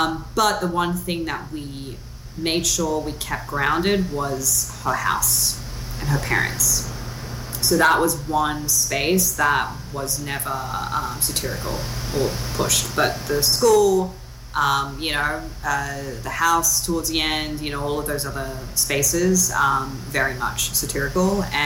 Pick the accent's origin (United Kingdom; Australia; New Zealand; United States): Australia; Sydney, New South Wales; when I was a teenager growing up in Sydney.